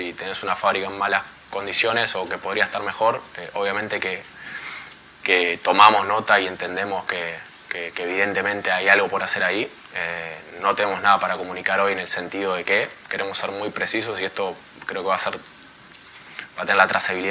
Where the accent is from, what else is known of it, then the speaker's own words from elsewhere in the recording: Argentina; que es siendo argentino y no siendo local y no siendo de raíces acá